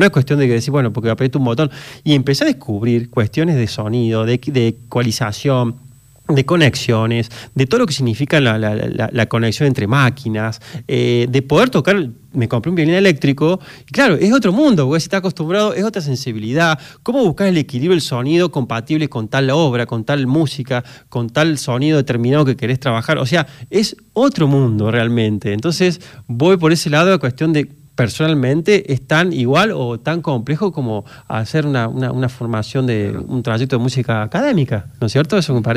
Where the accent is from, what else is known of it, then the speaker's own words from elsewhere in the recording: Córdoba, Argentina; Somos de Córdoba